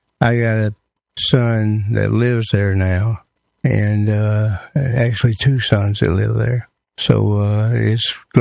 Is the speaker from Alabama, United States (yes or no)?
yes; Mobile, Alabama, United States; born there; I was born in Mobile, but my dad was in the service and moved around, and so I never really lived there.